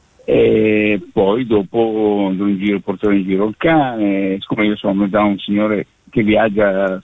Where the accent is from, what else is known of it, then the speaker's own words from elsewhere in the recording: Milan, Lombardy, Italy; io sono cresciuto a Milano